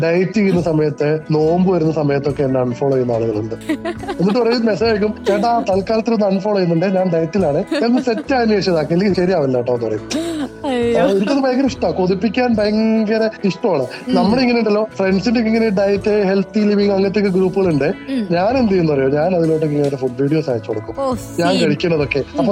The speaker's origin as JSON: {"language": "Malayalam", "town": "Palakkad", "region": "Kerala", "country": "India", "said": "ഞാൻ മലബാറുകാരനാണ്. ഞാൻ പാലക്കാടുകാരനാണ്."}